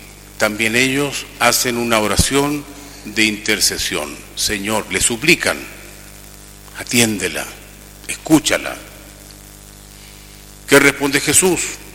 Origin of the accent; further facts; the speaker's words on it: Chile; Como somos chilenos, somos muy sensibles